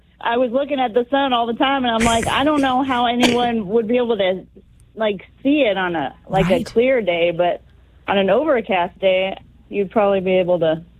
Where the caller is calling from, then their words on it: Belleville, Illinois, United States; Belleville.